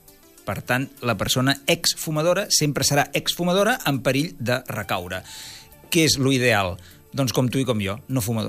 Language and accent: Catalan; Sabadell, Catalonia, Spain; jo sóc professor de la Cambra de Comerç de Sabadell, de la, sí, meva ciutat